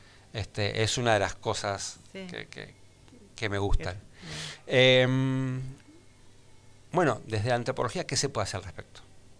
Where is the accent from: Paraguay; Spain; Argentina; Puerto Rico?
Argentina; Buenos Aires; moved away; yo las reconozco de mi infancia en Buenos Aires.